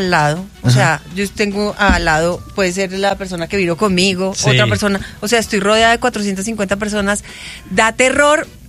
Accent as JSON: {"language": "Spanish", "country": "Panama", "said": "O sea, no, pues me toca que me devuelvan porque yo soy de Panamá."}